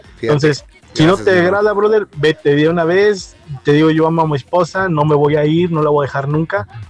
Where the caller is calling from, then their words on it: Tlaxcala, Mexico; de Tlaxcala.